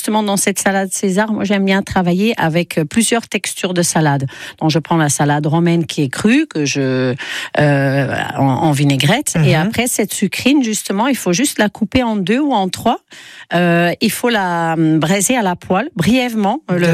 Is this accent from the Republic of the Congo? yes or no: no; Ghent, Flanders, Belgium; accent: Belgian; moved away; je suis de Gand.